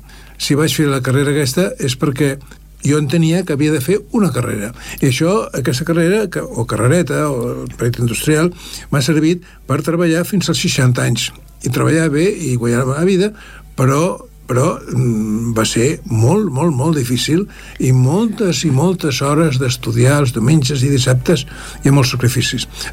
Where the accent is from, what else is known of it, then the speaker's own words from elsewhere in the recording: Barcelona, Catalonia, Spain; born there; also born or lived in Sant Just Desvern; now in Esplugues de Llobregat, Spain; molta gent de Sant Just pensa que jo sóc fill de Sant Just. Ho és la meva família … però jo vaig néixer a Barcelona, al barri de Sant Gervasi.